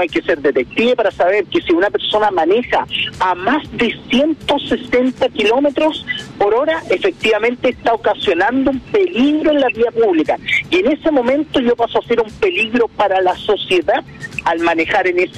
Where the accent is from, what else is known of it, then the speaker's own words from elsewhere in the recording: Viña del Mar, Valparaíso, Chile; yo soy de la Quinta Región, soy de Viña del Mar